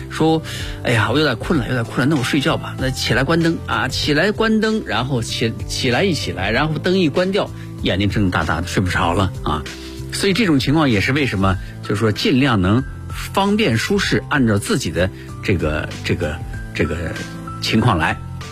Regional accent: China; 所以呢不是很适合我们中国人的家庭，

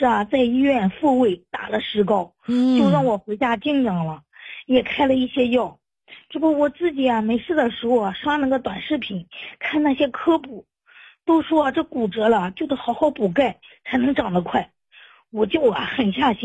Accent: Henan, China; 是这样的，老师，我是河南的，今年65了。

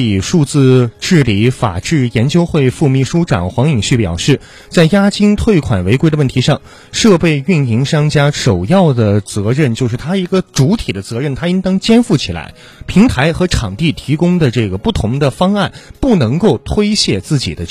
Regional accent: Lanzhou, Gansu, China; 用咱们兰州话说的，

